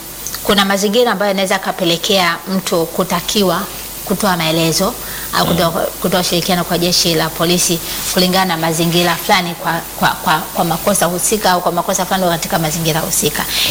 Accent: Tanzania; Sasa mimi kama Mtanzania nina jukumu la kujilinda.

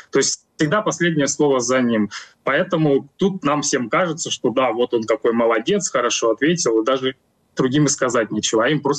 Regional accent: Russia; moved away as an adult; now in Georgia; я сам россиянин, и я до 25 года жил в России.

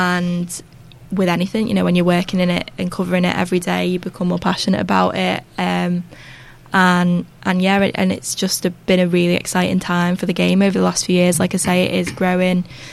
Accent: Widnes, North West England, United Kingdom; So I'm from Widnes.

